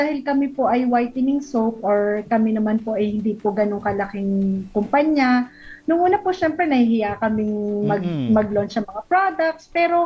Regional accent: Lipa, Calabarzon, Philippines; Sa Lipa po, taga Lipa po kami.

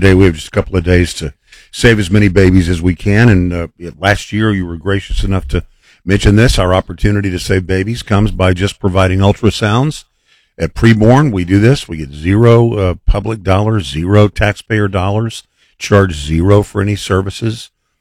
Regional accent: Texas, United States; the great state of Texas, my home state

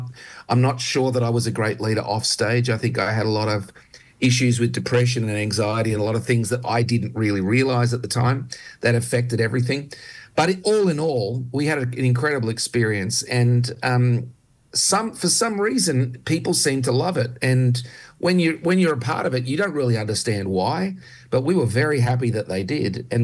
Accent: Australia; now in United States; That's what's great about being an Aussie too.

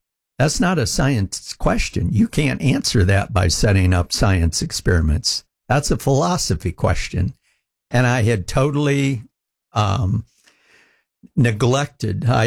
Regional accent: Michigan, United States; Growing up, I grew up in Michigan, and I'm one of those weird kids that always knew what I wanted to be when I grew up

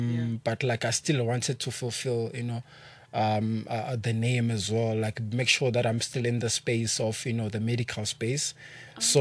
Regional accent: Mpumalanga, South Africa; coming from a background where I grew up in Mpumalanga, by the way.

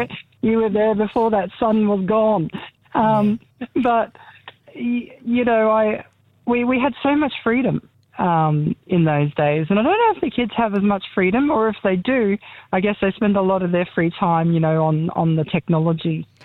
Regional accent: Chillagoe, Queensland, Australia; I'm an 80s kid, so I was born in 81. And growing up in Chiligo was the most amazing thing ever

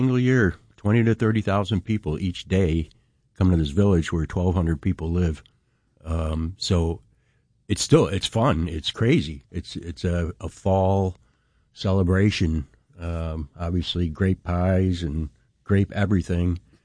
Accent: Naples, New York, United States; I grew up in Naples. I love it. I worked there. I promoted it

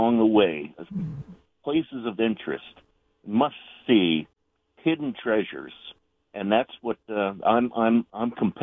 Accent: New Jersey, United States; I was raised in New Jersey, so yeah.

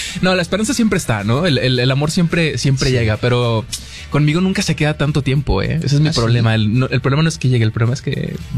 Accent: Monterrey, Nuevo León, Mexico; Soy de Monterrey.

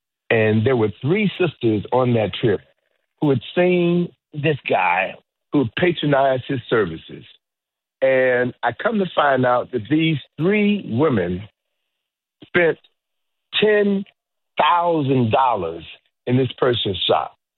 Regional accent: Chicago, Illinois, United States; I know Egypt better than I know my hometown, Chicago, better than I know Washington, D.C.

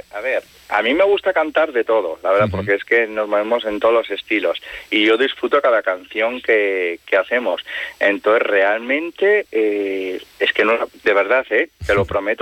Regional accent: Huércanos, La Rioja, Spain; las fiestas de mi pueblo, que encima actuamos nosotros en Huércanos

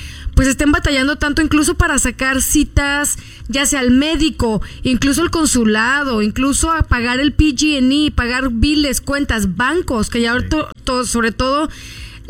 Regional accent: Mexico; moved away; yo que soy mexicana

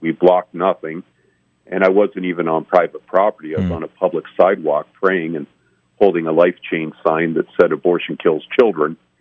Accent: Canada; born there; I am Canadian by birth.

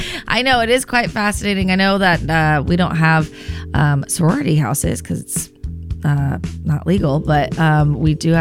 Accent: California, United States; growing up in California

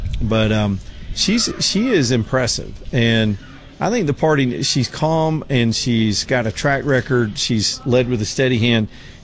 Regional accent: Alabama, United States; They picked up on my accent. The guy saw my ID was from Alabama.

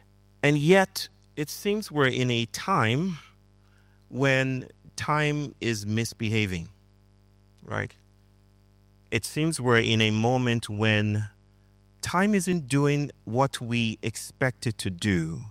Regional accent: Nigeria; I grew up in Nigeria, and we had songs that basically came down to the idea that time is money, right?

